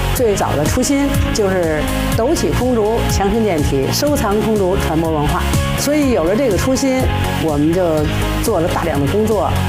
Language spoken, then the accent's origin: Chinese; Beijing, China; 咱们土生土长的北京人